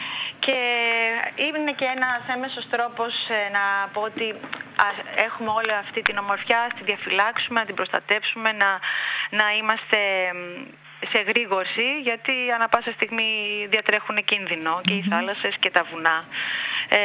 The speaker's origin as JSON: {"language": "Greek", "region": "North Aegean", "country": "Greece", "said": "Και κάνω μία έκκληση κι εγώ ως πολίτης και ως αμνιώτισσα, και που αγαπώ τον τόπο μου"}